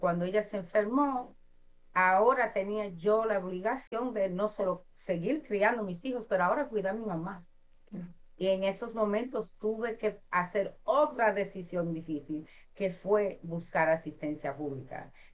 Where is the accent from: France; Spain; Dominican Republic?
Dominican Republic